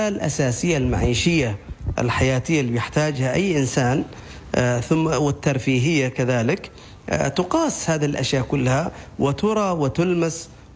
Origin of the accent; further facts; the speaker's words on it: Oman; نحن كعمانيين